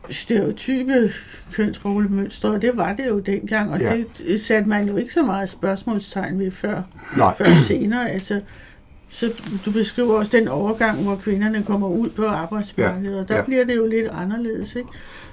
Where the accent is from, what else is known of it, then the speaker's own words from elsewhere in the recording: Birkerød, Capital Region of Denmark, Denmark; selvom jeg ikke har haft min barndom i Rødovre, men i Birkerød